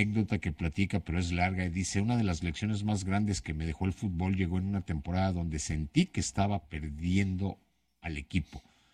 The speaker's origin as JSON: {"language": "Spanish", "region": "Mexico City", "country": "Mexico"}